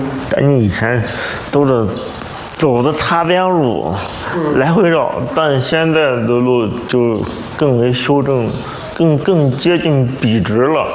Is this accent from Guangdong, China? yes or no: no; Ningxia, China; 我出生在宁夏，家乡的面貌能塑造我性格。